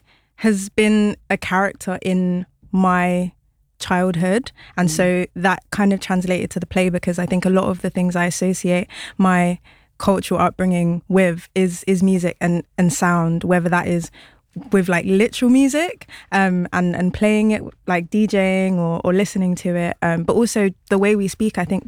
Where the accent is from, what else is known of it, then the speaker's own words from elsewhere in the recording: London, United Kingdom; also born or lived in New Cross; So I'm personally from South East London. I've spent most of my time before like university in South East London. I've lived in loads of places across it, but I think the place that shaped me the most was probably New Cross.